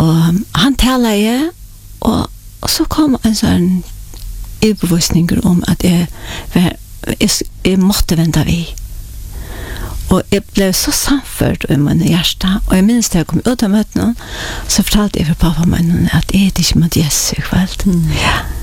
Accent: Klaksvík, Faroe Islands; Jag är uppvuxen i Klagsvik. Och jag är född i Surveje. Bodde först i 5 år i Surveje. Och så flottade för äldre med Klagsvik.

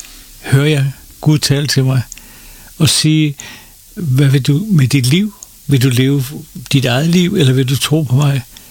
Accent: Copenhagen, Capital Region, Denmark; born or raised there

